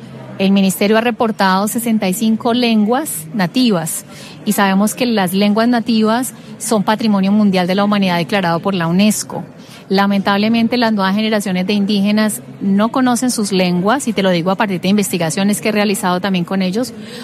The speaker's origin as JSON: {"language": "Spanish", "country": "Colombia", "said": "como colombianos y latinoamericanos"}